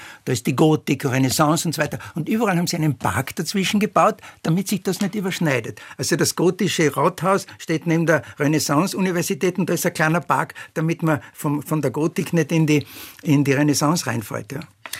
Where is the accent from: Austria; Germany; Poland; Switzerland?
Austria; Carinthia; now in Vienna, Austria; Kärnten. Ich bin Kärntner.